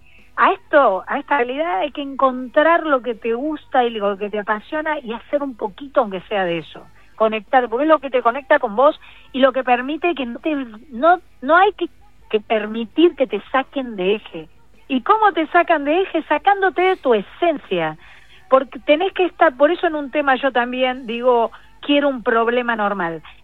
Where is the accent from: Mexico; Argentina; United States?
Argentina; Buenos Aires Province; now in Buenos Aires, Argentina; Soy una chica de la zona sur que vivo en Capital